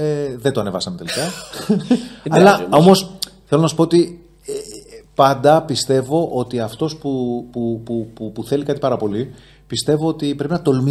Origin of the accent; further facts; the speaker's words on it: Athens, Attica, Greece; born there; also born or lived in Heraklion; γεννήθηκα στην Αθήνα